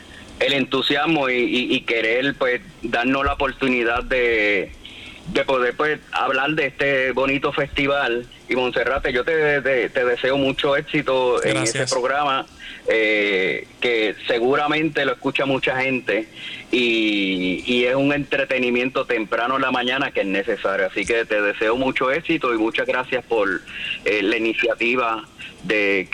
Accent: Puerto Rico; lo que somos nosotros los puertorriqueños

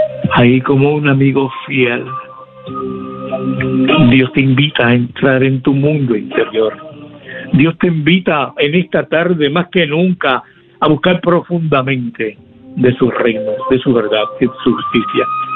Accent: Puerto Rico; Nos invita como pueblo, como iglesia, como nación puertorriqueña a humillarnos.

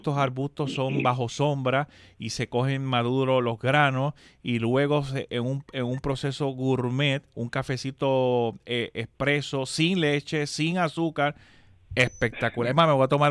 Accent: Puerto Rico; mi pueblo de Quebradía

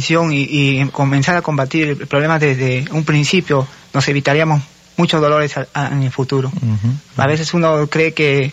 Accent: Lima, Peru; Vengo de Lima, capital de Perú.

